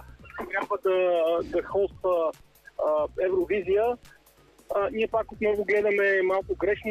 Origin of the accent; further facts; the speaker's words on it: Sofia, Sofia City, Bulgaria; Естествено, аз съм от София, трябва да е София, защото е най-голям град